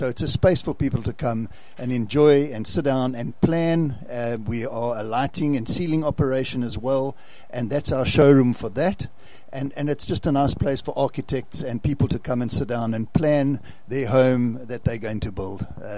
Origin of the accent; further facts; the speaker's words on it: KwaZulu-Natal, South Africa; now in George, South Africa; We're previously from KZN.